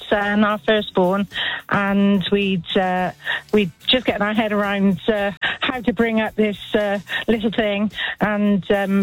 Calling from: South West England, United Kingdom; we're from Gloucestershire

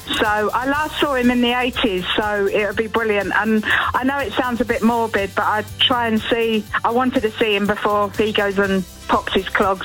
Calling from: Cockfield, North East England, United Kingdom; I'm calling from a little village called Cockfield, just outside of Durham.

